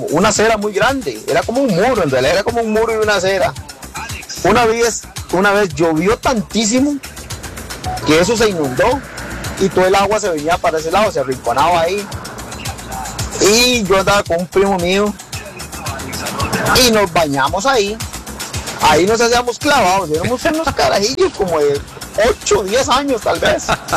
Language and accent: Spanish; Pital, Alajuela, Costa Rica; allá en mi pueblo natal, Pital de San Carlos.